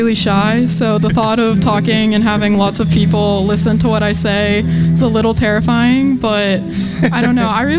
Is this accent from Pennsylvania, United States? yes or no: yes; Pittsburgh, Pennsylvania, United States; Yeah, I'm from Pittsburgh, so not too far.